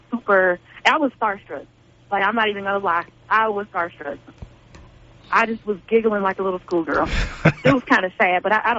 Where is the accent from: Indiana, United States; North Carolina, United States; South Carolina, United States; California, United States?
Indiana, United States; Gary; born and raised